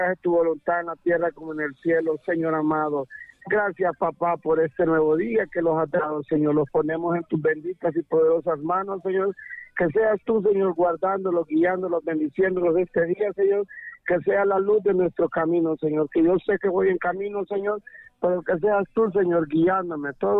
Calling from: Cofradía, Cortés, Honduras; de Cofradía.

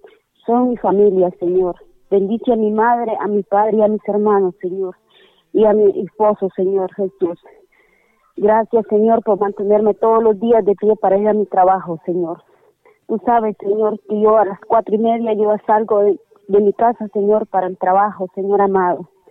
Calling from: El Paraíso, Honduras; de aquí del departamento del Paraíso.

